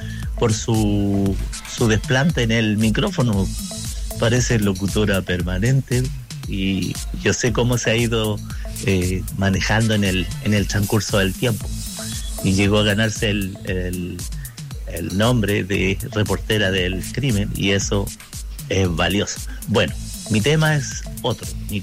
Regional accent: Chile; que Chile es un país clasista y racista y discriminador entre nosotros mismos como chilenos

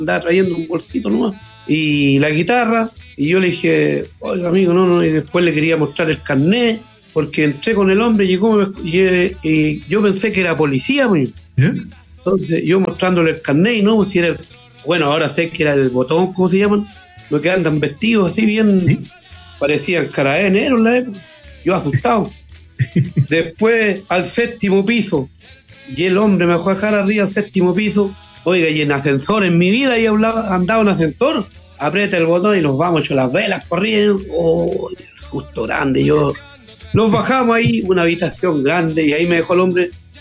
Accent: Monteagüe, Chile; yo le dije, oiga, es que yo soy de Monteagüe, soy del campo, y voy a donde Enrique Maluenda.

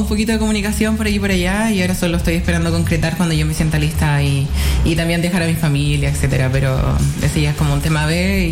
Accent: Concepción, Biobío, Chile; moved away as an adult; also born or lived in Chiguayante; now in Santiago, Chile; en Concepción, que es mi ciudad natal

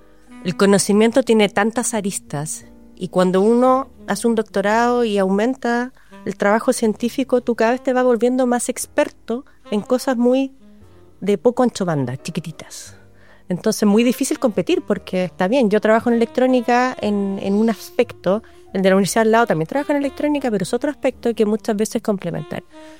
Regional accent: Viña del Mar, Valparaíso, Chile; also born or lived in Villa Alemana; O sea, perdón, nací en Viña del Mar. Estuve parte de mi vida en Viña del Mar

